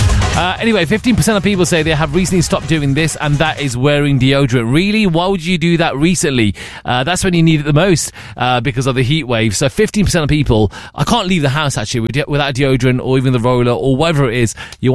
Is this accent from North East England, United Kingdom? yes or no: no; Birmingham, West Midlands, United Kingdom; Birmingham, my hometown, and of course my neck of the woods.